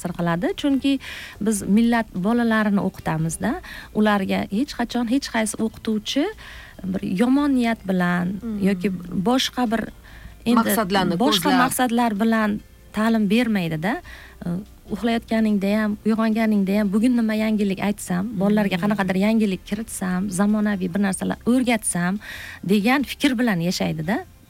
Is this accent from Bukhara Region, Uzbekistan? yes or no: yes; Bukhara, Bukhara Region, Uzbekistan; now in Tashkent Region, Uzbekistan; Masalan, men o'zim ham Toshkent viloyatida faoliyat yuritaman. O'zim asli buxorolikman. Bu yerga yaqinda kelganmiz. 5 yil bo'lgan.